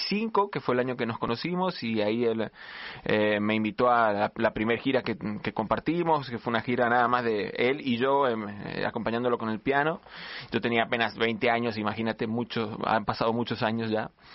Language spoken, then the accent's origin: Spanish; Argentina; acentos resultan en este acento tan complejo. Sí. Confuso que traigo, que nunca nadie identifica que soy argentino.